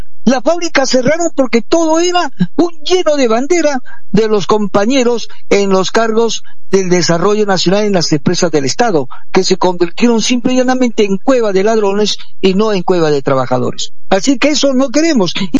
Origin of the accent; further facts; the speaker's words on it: Peru; como todo peruano lo hacemos